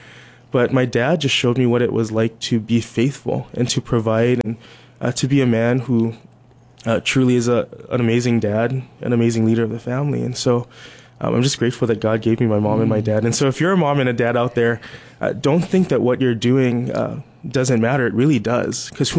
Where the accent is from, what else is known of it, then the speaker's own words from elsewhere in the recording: Ewa Beach, Hawaii, United States; Eva Plantation.